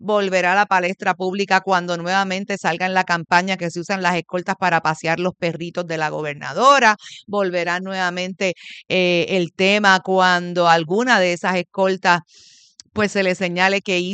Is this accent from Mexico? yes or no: no; Puerto Rico; miren, así somos los puertorriqueños, solidarios